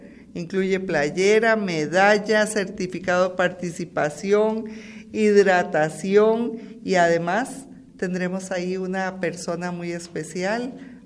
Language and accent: Spanish; Costa Rica; now in Guatemala; ahí me incluyo yo como tica